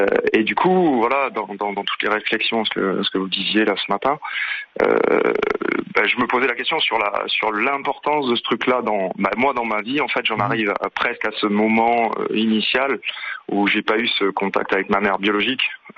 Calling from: Bayonne, Nouvelle-Aquitaine, France; Je suis de Bayonne

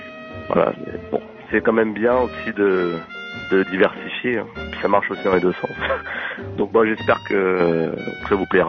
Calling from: L'Haÿ-les-Roses, Île-de-France, France; j'habite à L'Haÿ-les-Roses. Donc c'est une ville en 94.

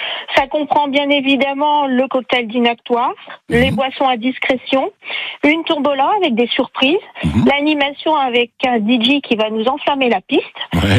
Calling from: Sainte-Catherine, Hauts-de-France, France; Je suis à Sainte-Catherine, à côté d'Arras.

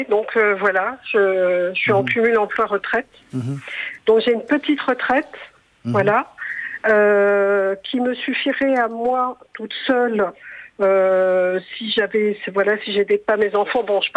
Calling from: Île-de-France, France; Je vous appelle de l'Essonne.

